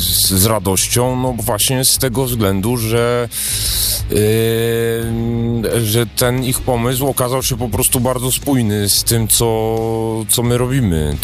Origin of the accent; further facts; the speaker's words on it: Silesian Voivodeship, Poland